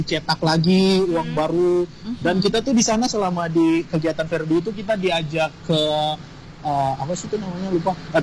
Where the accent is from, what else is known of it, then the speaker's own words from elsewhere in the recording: Maluku, Indonesia; Dan kebetulan di daerahku di Maluku aku keluar jadi juara satu.